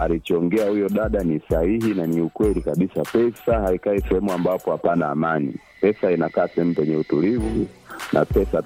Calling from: Ilula, Iringa, Tanzania

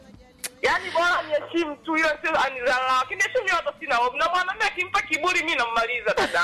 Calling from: Bunda, Mara, Tanzania; kutoka Bunda.

